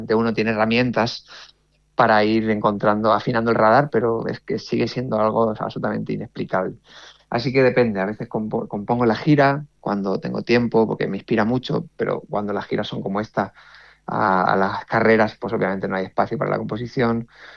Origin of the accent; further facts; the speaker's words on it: Community of Madrid, Spain; para mí que nazco en las afueras de la periferia de Madrid, que con 20 años abandono por primera vez mi hogar y me vengo meses aquí con la mochila y con la guitarra